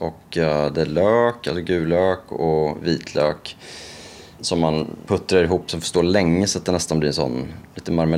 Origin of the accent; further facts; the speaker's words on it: Norrköping, Östergötland, Sweden; now in Stockholm, Sweden; och jag bor i Stockholm men jag kommer från Norrköping från början.